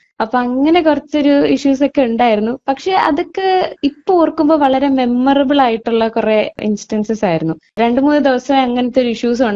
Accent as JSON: {"language": "Malayalam", "town": "Thiruvananthapuram", "region": "Kerala", "country": "India", "tie": "born or raised there", "said": "ഞാൻ നേമം തിരുവനന്തപുരം സ്വദേശിയാണ്."}